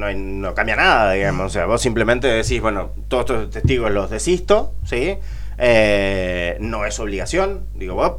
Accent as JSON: {"language": "Spanish", "country": "Argentina"}